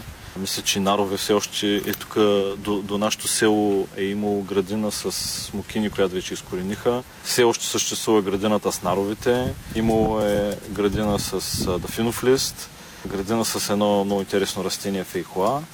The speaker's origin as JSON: {"language": "Bulgarian", "town": "Burgas", "region": "Burgas Province", "country": "Bulgaria", "tie": "born there", "said": "Ние сме от Бургас сме родени"}